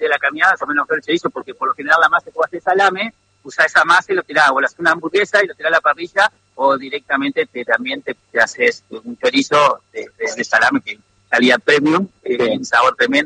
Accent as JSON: {"language": "Spanish", "town": "Viale", "region": "Entre Ríos", "country": "Argentina", "tie": "born there", "lives_now": "Paraná, Argentina", "said": "yo tenía acá a 50 kilómetros, donde nací en Viale, tengo un pequeño lugar donde procesamos la carne."}